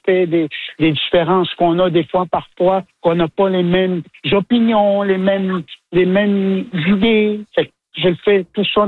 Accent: Canada; parce que je suis des Premières Nations, puis je défends ce qui nous reste, nos langues, nos cultures.

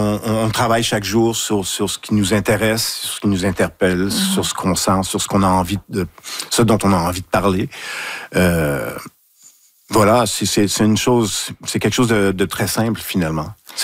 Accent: Saguenay, Quebec, Canada; C'est le milieu d'où je viens. Je viens de Saguenay. J'ai été éduqué, élevé à côté de l'usine d'Alcan.

